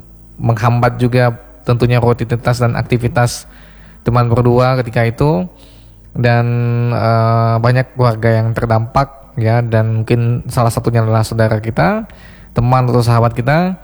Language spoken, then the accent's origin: Indonesian; Aceh, Indonesia; kita Aceh juga dilanda musibah